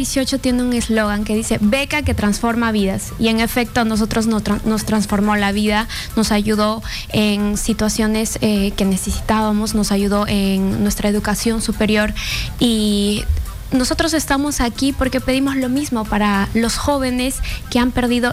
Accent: Cajamarca, Peru; Bueno, yo soy de Cajamarca, ¿no? Y soy también, al igual que mi compañera, la primera generación de mi familia, ¿no?, que puede acceder a la universidad.

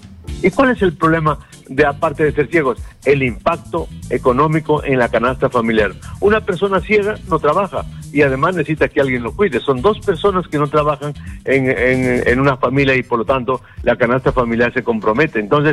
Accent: Tacabamba, Cajamarca, Peru; yo soy de Cajamarca, de Chota, de un distrito de Tacabamba

